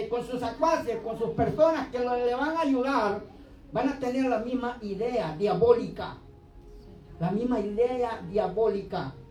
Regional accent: El Salvador; yo pasé por la guerra de los 80 en mi país.

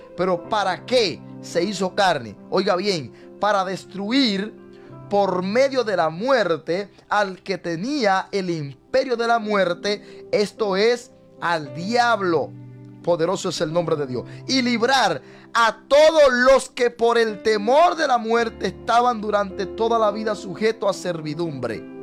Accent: Dominican Republic; moved away; en mi país, allá en Santo Domingo

